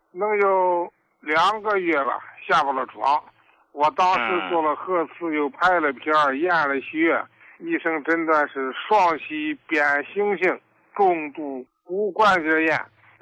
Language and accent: Chinese; Shenyang, Liaoning, China; 我是沈阳的、